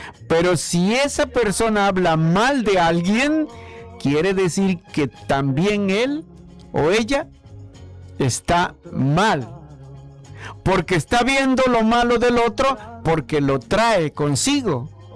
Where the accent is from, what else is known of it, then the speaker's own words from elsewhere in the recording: Mexico; que sigamos siendo los mexicanos